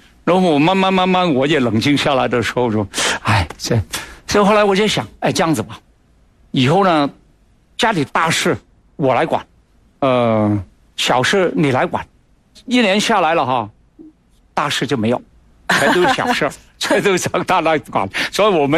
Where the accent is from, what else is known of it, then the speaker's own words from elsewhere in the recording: Guangdong, China; 我是广东人